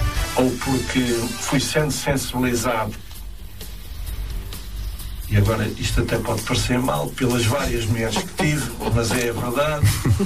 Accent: Portugal; eu como cidadão português, como português

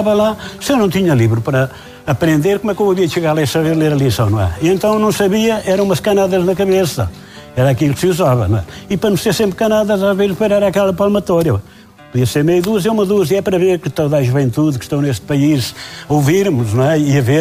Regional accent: Santa Maria da Feira, Aveiro, Portugal; Ora, sou de Santa Maria da Feira, para ir para Arouca

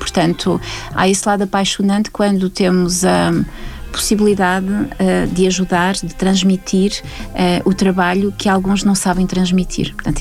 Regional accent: France; moved away as an adult; now in Portugal; Eu nasci em França, vivi, estudei em França, e aos 25 anos vim para Portugal, 24, 25.

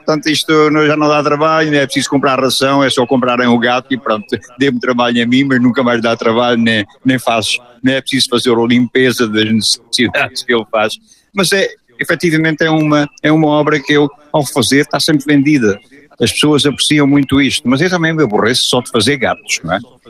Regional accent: Gáfete, Alentejo, Portugal; Isto é um granito amarelo da zona de Gafte, da qual eu sou. Eu nasci também em Gafte, eu sou natural de Gafte.

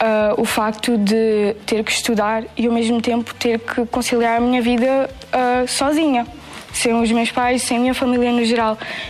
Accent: Alentejo, Portugal; tenho 21 anos, estou na licenciatura em Sociologia no terceiro ano e sou estudante deslocada, portanto, venho do Alentejo da Almarleja.

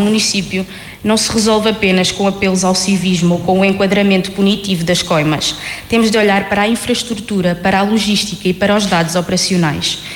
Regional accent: Sertã, Centro, Portugal; O Instituto Vaz Serra faz parte da minha história. Foi a escola onde eu estudei, onde cresci e onde construí muitas das bases da pessoa que sou hoje.

